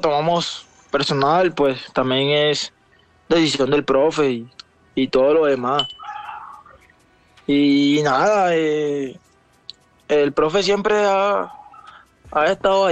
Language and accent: Spanish; Magdalena, Colombia; now in Medellín, Colombia; yo soy de la zona bananera.